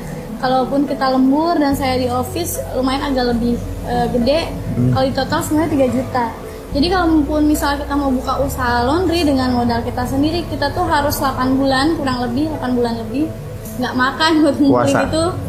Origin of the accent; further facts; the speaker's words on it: Karawang, West Java, Indonesia; Kalau saya asli dari Karawang.